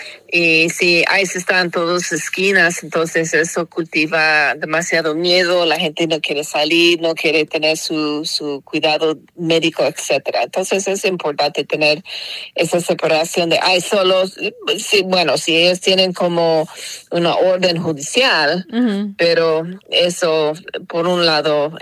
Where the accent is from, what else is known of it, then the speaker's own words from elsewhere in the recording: San Diego, California, United States; now in Los Angeles, United States; yo vengo de San Diego, nací en San Diego y luego estoy viviendo aquí en Los Ángeles.